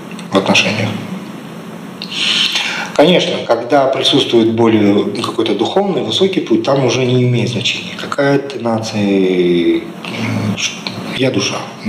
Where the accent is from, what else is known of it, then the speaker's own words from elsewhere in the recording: Russia; Если я татарин, я не могу говорить, что я немец. Правильно? Я уже татарин, все. Потому что у меня мама татарка, папа татарин.